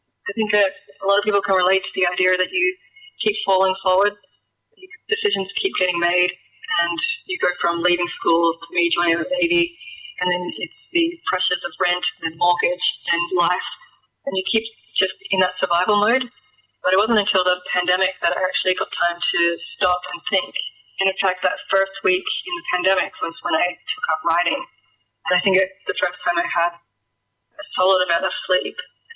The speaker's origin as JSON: {"language": "English", "town": "Perth", "region": "Western Australia", "country": "Australia", "tie": "born or raised there", "said": "I think growing up in Perth, and at the time I did, it was mainly just the basics of getting through school and trying to work out where I was going to fit in life."}